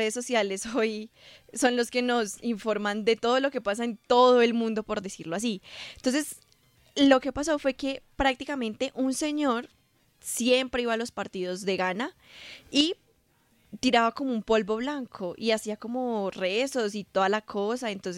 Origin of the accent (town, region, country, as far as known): Colombia